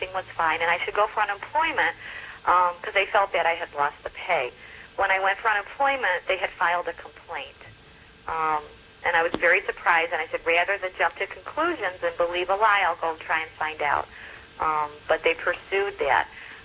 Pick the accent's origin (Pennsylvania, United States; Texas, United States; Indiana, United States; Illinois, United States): Illinois, United States; Chicago; Sister, I'm from Chicago, or a suburb of Chicago